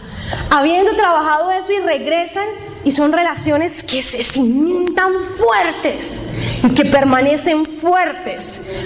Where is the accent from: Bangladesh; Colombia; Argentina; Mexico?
Colombia; Eje Cafetero; born there; Yo en mi adolescencia viví en el Eje Cafetero y me tocó el terremoto del 99. Mi casa se vio medio afectada del todo, pero no se cayó, o sea, quedó de pie.